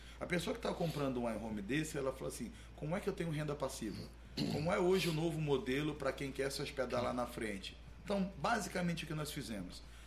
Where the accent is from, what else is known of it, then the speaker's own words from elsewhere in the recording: Manaus, Amazonas, Brazil; now in Fortaleza, Brazil; Eu sou do Amazonas